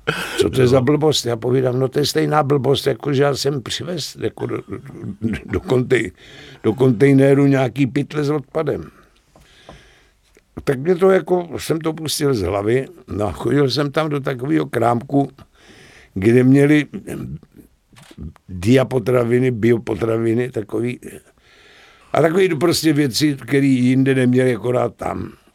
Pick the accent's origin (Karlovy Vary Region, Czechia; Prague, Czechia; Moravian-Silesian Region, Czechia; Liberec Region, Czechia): Prague, Czechia; also born or lived in Buštěhrad; Tak já jsem měl nejhezčí, nejkrásnější dětství a mládí na Žižkově. Já jsem teda, my jsme bydleli na Vinohradech, měli jsme krásný byt